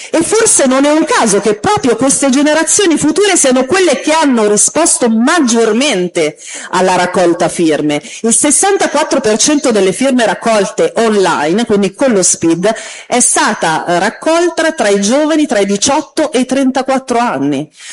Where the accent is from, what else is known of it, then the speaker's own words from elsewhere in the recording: Milan, Lombardy, Italy; io vengo da Milano, che è la capitale della disuguaglianza.